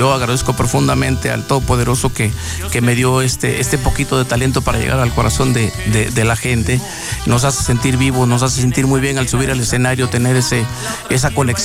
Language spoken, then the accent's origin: Spanish; Alvarado, Veracruz, Mexico; yo soy originario de Alvarado, Veracruz, crecido entre arpas y jarana y música tropicalera